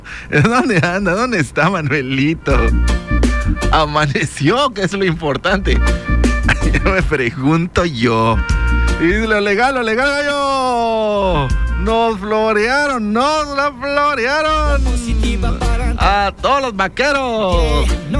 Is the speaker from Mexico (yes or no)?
yes; Mexico; porque somos humildes, los mexicanos.